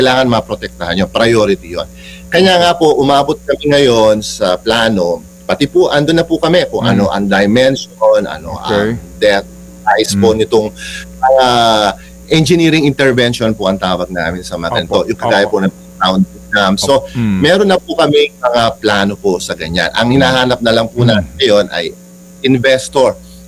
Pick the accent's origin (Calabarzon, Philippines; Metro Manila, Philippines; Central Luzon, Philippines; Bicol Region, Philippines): Central Luzon, Philippines; Na po, alam po natin kasi, ako po, taga Pampanga po ako, may problema na po sa groundwater extraction.